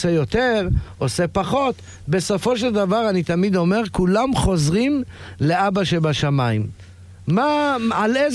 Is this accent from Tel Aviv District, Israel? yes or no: yes; Bnei Brak, Tel Aviv District, Israel; אנחנו גדלנו בבני ברק, בתוך החממה בני ברקית